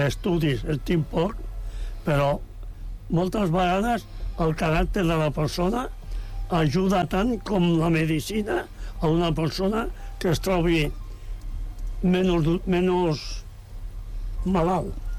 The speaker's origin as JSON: {"language": "Catalan", "town": "Sant Adrià de Besòs", "region": "Catalonia", "country": "Spain", "lives_now": "Badalona, Spain", "said": "Bueno, jo soc de Sant Adrià."}